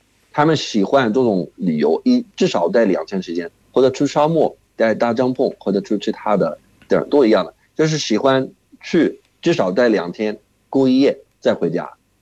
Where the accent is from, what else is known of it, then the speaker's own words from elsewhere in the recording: Jordan; Chinese is a second language; 在约旦呢，其实跟中国的我觉得有点不同的是，咱们一般要是去旅游的话